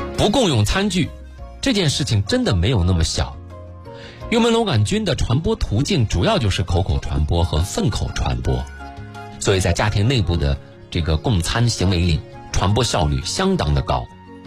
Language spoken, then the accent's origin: Chinese; China